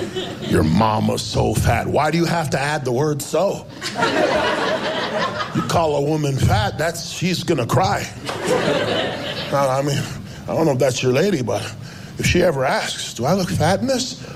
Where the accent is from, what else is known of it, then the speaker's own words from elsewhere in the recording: Toronto, Ontario, Canada; now in Las Vegas, United States; I'm from Toronto, Canada, but I live in Vegas.